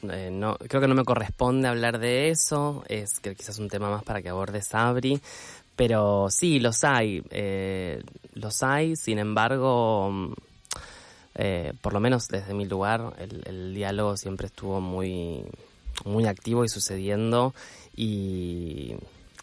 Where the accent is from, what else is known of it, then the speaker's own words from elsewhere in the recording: General Roca, Río Negro, Argentina; moved away as an adult; now in Buenos Aires, Argentina; Yo soy la única de mi familia nacida y criada en Fisca.